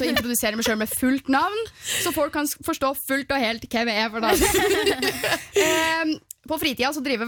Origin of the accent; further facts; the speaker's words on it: Brønnøysund, Nordland, Norway; Jeg er fra Brønnøysund.